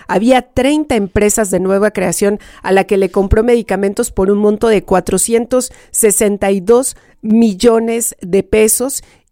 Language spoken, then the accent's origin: Spanish; Mexico; Como mexicano les diría que es difícil de entender